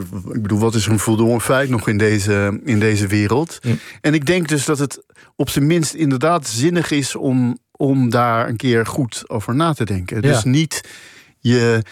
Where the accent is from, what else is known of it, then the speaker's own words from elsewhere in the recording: Netherlands; als wij met een Amerikaan spreken, spreek je toch altijd als een Nederlander met een Amerikaan.